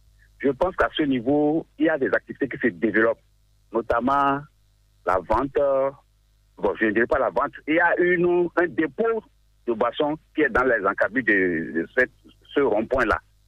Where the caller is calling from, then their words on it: Benin; Je vous appelle depuis Iranjiro.